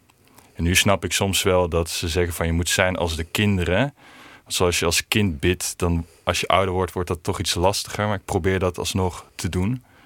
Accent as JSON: {"language": "Dutch", "country": "Belgium", "tie": "born or raised there", "said": "En, ja, ik ben in België opgegroeid. Ik heb Frans geleerd daar en ik spreek best wel goed Frans."}